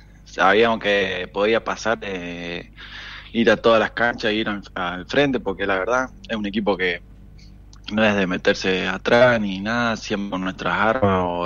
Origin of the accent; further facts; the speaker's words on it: Mendoza, Argentina; moved away as an adult; also born or lived in Comodoro Rivadavia; now in Catriel, Argentina; Sí, soy de Mendoza, el año pasado estuve en Jorge Newbery, jugué regional ahí